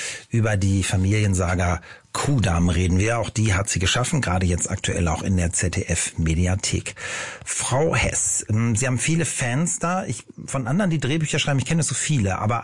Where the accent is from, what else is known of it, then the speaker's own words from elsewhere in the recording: Lower Saxony, Germany; Ich stamme ja auch aus Niedersachsen